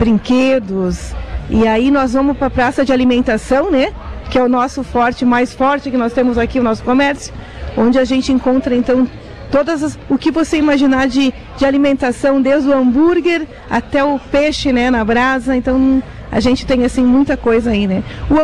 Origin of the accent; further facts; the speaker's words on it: Caxias do Sul, Rio Grande do Sul, Brazil; born there; moved away as an adult; now in Balneário Arroio do Silva, Brazil; eu, em 47 anos de Caxias